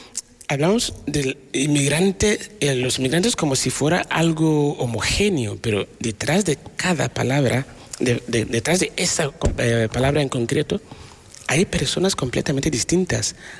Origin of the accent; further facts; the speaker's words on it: Ghana; now in Spain; Yo puedo ser de Ghana y sentir España como mi casa